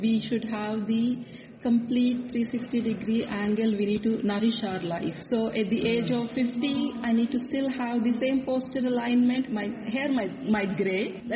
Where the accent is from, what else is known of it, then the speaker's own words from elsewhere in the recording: India; English is a second language; now in Poland; I'm from India.